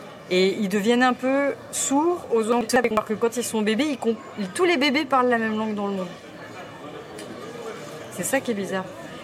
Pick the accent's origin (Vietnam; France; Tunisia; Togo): France; now in Belgium; Moi, je suis française